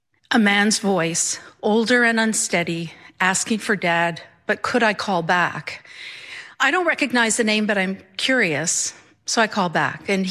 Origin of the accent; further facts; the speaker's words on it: Montreal, Quebec, Canada; I'm from Montreal, Canada, and I'm a writer and a storyteller, and I work in communications.